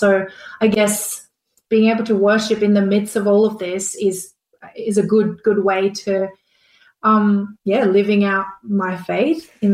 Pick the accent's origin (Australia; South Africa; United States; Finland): Australia; Brisbane, Queensland; Yeah, so I grew up in Brisbane going to a Korean church, and that's where I guess I started my singing at church